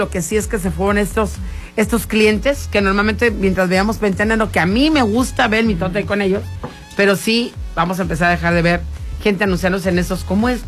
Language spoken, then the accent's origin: Spanish; Mexico; nosotros también como mexicanos